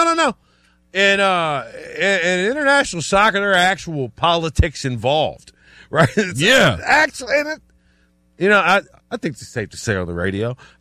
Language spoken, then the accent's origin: English; New Orleans, Louisiana, United States; I'm from New Orleans, Louisiana, born and raised, where American football just matters way too much for the political landscape, right?